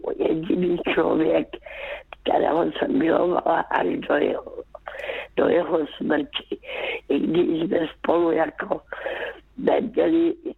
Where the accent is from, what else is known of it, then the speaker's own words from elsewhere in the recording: Karolinka, Zlín Region, Czechia; born there; jezdívala jsem zpátky do Karolinky, zpátky to mého rodiště